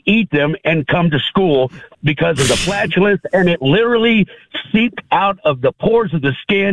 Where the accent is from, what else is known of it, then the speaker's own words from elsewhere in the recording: Texas, United States; now in Asheville, United States; No, I grew up in Texas. My wife is from here in Asheville.